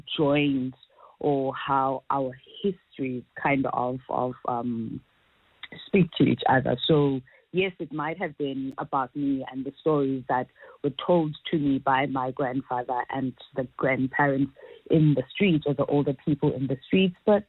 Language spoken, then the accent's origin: English; Cape Town, Western Cape, South Africa; also born or lived in Elsies River; So I'm from Gugule to Cape Town, and before we were moved to Gugule, I talk about being displaced from Witbank Elsitz River.